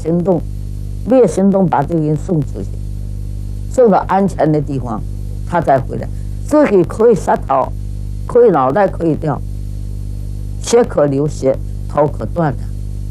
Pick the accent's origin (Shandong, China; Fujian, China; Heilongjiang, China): Fujian, China; born there